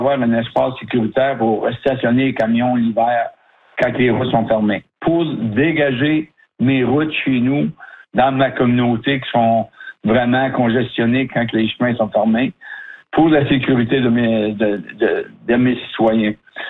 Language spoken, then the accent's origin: French; Hearst, Ontario, Canada; moi j'ai un projet chez nous à Hearst, c'est un stationnement pour gros camions.